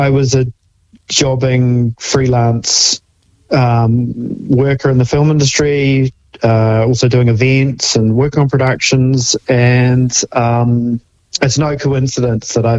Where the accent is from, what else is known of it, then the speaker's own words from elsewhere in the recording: Whangarei, Northland, New Zealand; I grew up in Whangarei in the far, in Northland